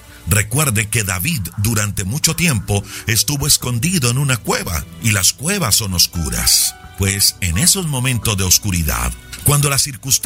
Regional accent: Colombia; Para los que están o somos de Colombia

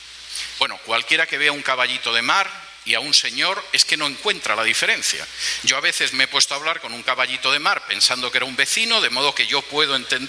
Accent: Spain; moved away; en mi país de origen, en España

